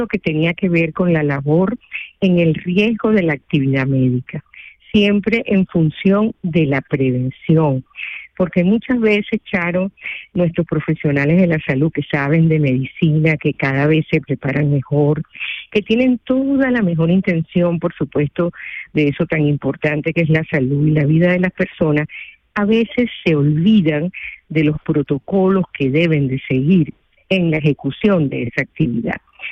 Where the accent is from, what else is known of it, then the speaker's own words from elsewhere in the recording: Venezuela; accent: Venezuelan; moved away as an adult; now in Spain; yo soy venezolana, como seguramente te has dado cuenta por mi acento.